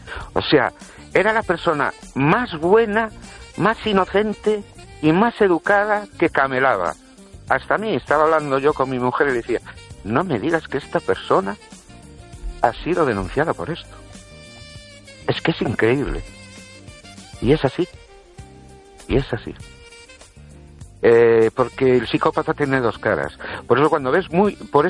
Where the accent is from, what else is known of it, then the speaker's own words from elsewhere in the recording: Ourense, Galicia, Spain; Buenas noches, Estéreo oyentes. … de Orense.